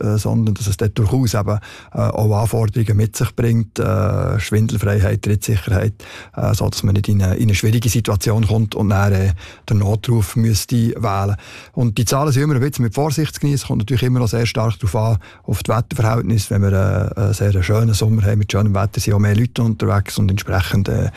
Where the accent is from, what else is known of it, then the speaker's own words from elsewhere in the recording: Switzerland; Und bei uns in der Schweiz geht es, mit Ausnahme vom Gipfel, geht es immer weiter.